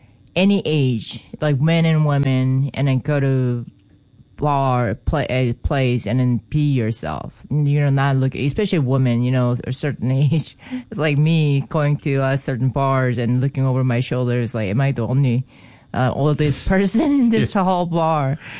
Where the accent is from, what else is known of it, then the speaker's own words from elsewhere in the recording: South Korea; moved away; So growing up in Korea, South Korea